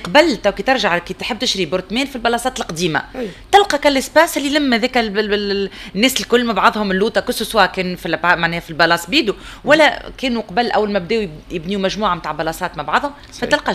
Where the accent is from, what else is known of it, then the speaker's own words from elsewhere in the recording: Tunisia; انا كمواطن تونسي